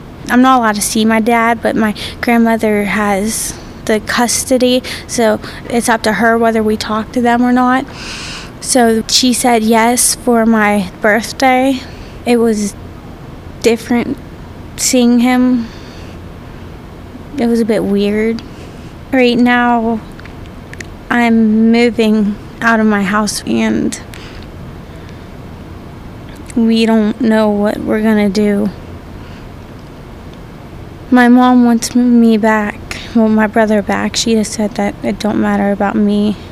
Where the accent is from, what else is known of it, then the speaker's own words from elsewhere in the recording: Monessen, Pennsylvania, United States; born there; also born or lived in Las Vegas / Texas; I was born in Monessen. Went to Las Vegas, then Texas. I've been in Monessen 3 years now.